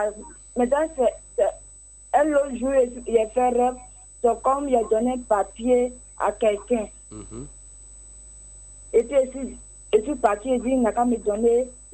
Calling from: Côte d’Ivoire; J'appelle Bonoumen.

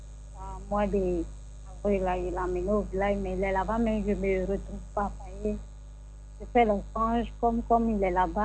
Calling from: Abidjan, Côte d’Ivoire; De Tissou à Cocody.

